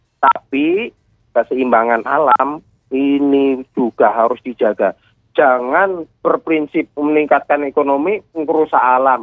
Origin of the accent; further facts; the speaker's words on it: Central Java, Indonesia; tanah kita Jawa Tengah ini ya